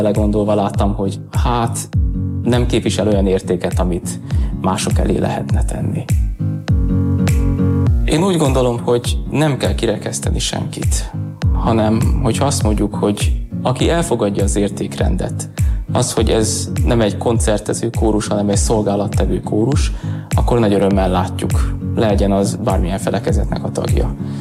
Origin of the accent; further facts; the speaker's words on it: Sopron, Győr-Moson-Sopron, Hungary; now in Debrecen, Hungary; Én soproni származású vagyok, vagyis az ország másik végéről érkeztem ide